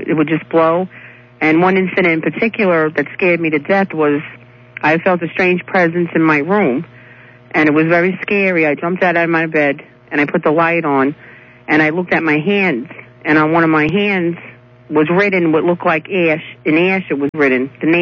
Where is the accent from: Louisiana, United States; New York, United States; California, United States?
New York, United States; Brooklyn; accent: Brooklyn; now in Staten Island, United States; I know I have a Brooklyn act. I was from Brooklyn and now moved to Staten Island.